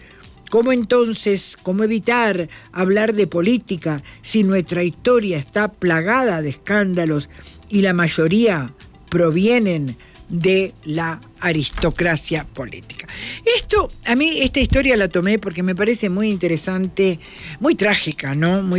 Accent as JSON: {"language": "Spanish", "country": "Uruguay", "said": "personajes políticos de mucho peso en mi país"}